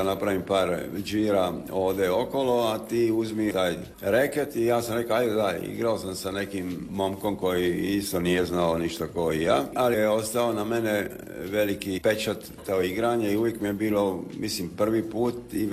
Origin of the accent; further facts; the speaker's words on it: Split, Split-Dalmatia County, Croatia; also born or lived in New York / London / Munich; Kad ste rekli Splićanin, da, ja sam rođen u Splitu, u Belom Varešu, gdje tim fetivi Splićani. Uživao sam se vraćati u Split